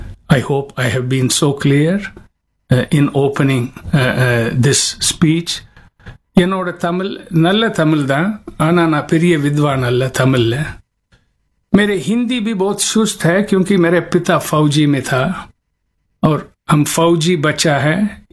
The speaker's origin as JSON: {"language": "English", "town": "Chennai", "region": "Tamil Nadu", "country": "India", "tie": "born there", "also_born_or_lived": "United States", "moved": "as an adult", "said": "I was born in India, in an army home. Madras is my hometown, which is present-day Chennai. I've lived and worked in the great countries of the world and also in what I've always loved, the United States of America and New York"}